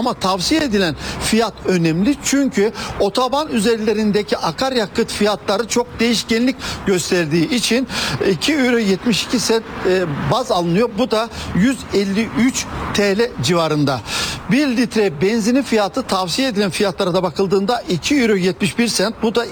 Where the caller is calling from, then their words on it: Netherlands; Evet Cansın Elbacı, iyi yayınlar diliyoruz biz de Hollanda'dan.